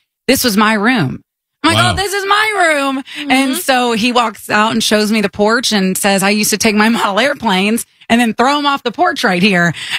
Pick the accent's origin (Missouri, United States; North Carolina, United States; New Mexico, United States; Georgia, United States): Georgia, United States; Augusta; So I was like, oh, I'm from Augusta.